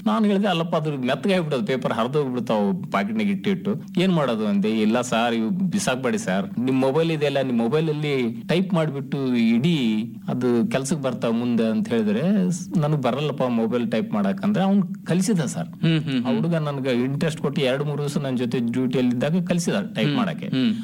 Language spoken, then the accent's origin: Kannada; Jegarkal, Karnataka, India; ನನ್ನ ಊರು ಜಗರ್ಕಲ್ಲಲ್ಲಿ.